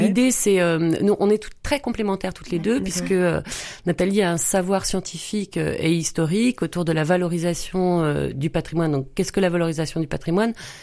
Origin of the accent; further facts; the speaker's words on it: Rennes, Brittany, France; moved away as an adult; Je suis rennaise d'origine.